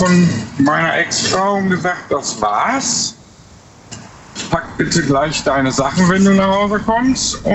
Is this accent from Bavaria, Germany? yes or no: no; North Rhine-Westphalia, Germany; ich komme aus Nordrhein-Westfalen.